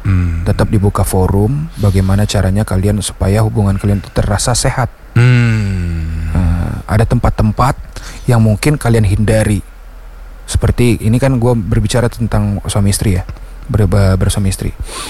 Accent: Bukittinggi, West Sumatra, Indonesia; born there; Lahirnya di Bukit Tinggi gua.

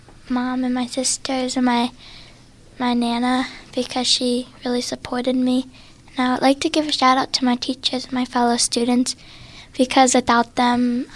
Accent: Pittsburgh, Pennsylvania, United States; I'm from the north side.

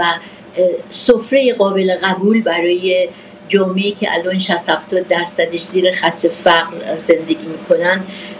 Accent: Iran; born there; من در امریکا متولد نشدم، در ایران متولد شدم.

